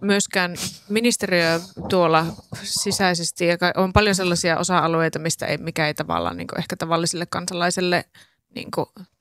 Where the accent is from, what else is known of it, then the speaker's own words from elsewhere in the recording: Eastern Finland, Finland; moved away; mä oon siis Itä-Suomesta kotosi